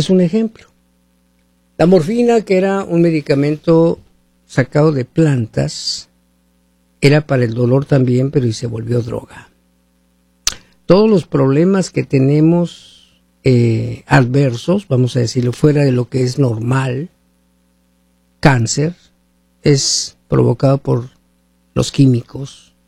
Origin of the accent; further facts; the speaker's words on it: Hermosillo, Sonora, Mexico; moved away; Vamos a ver mi ciudad allá y Mexicali, las dos ciudades más calientes de Hermosillo, México.